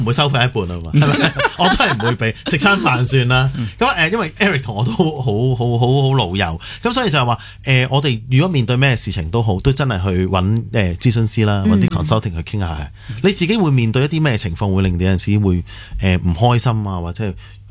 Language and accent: Cantonese; Hong Kong